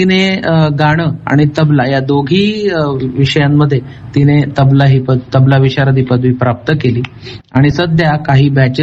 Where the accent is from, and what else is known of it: Dhule, Maharashtra, India; born or raised there